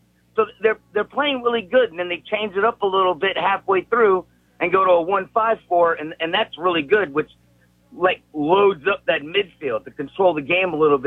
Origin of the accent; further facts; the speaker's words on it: Miami, Florida, United States; born there; I'm an old man, so I was made in Germany. I was born in Miami. Okay. My mother's Croatian, my father's German.